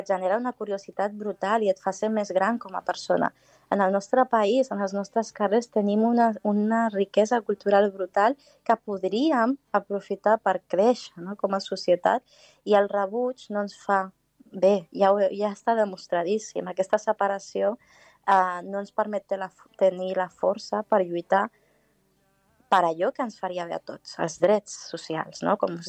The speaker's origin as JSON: {"language": "Catalan", "town": "Larache", "region": "Tanger-Tetouan-Al Hoceima", "country": "Morocco", "tie": "born or raised there", "said": "el xurros de l'espanyol que tiene una xurreria en Plaza España, en Larache, que és el nord de Marruecos, on jo vaig créixer"}